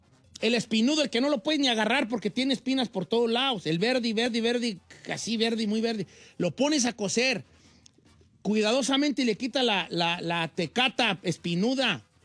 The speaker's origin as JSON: {"language": "Spanish", "country": "Mexico", "said": "Soy mexicano y no me gusta el guajolote en mode ni nada."}